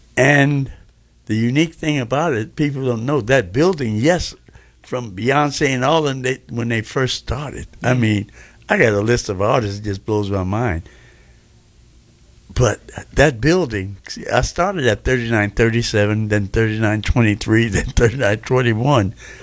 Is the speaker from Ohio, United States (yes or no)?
no; Chicago, Illinois, United States; born there; also born or lived in Bronx, New York / Houston, Texas; I was born in the Bronx. My mother worked till the last half an hour before I was born at Fresh Restaurant. Fast forward after Houston, Texas, with my grandmother, my dad opened restaurants here in Chicago on 47th Street.